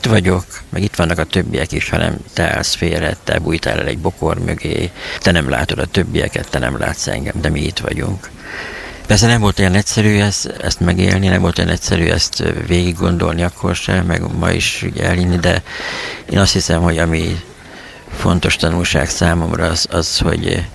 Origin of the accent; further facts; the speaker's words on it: Hódmezővásárhely, Csongrád-Csanád, Hungary; Köszöntöm a rádióhallgatókat … Hódmezővásárhelyről jöttem.